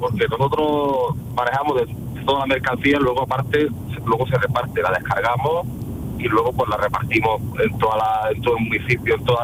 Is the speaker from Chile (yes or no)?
no; Granada, Andalusia, Spain; Pues yo soy de Granada y vivo en un pueblo pequeñito, que es Vélez de Benaudalla